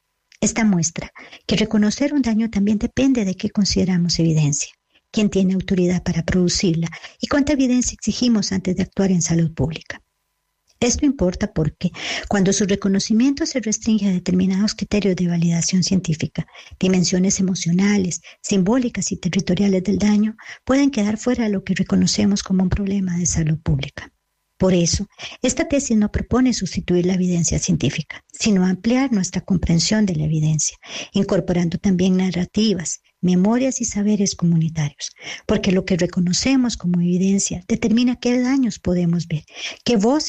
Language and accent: Spanish; Costa Rica; Soy historiadora costarricense y doctora del programa de salud pública de la Universidad de Chile.